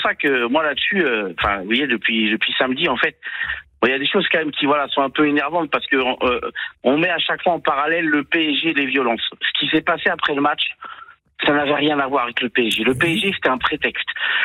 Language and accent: French; Paris, Île-de-France, France; born there; Alors, je suis expatrié de Toulouse, mais je suis parisien de naissance, bien sûr.